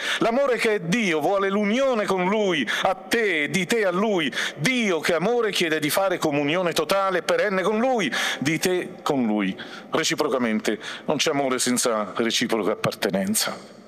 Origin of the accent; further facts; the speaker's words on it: L'Aquila, Abruzzo, Italy; so dell'Aquila, quindi insomma il terremoto l'ho partecipato di prima persona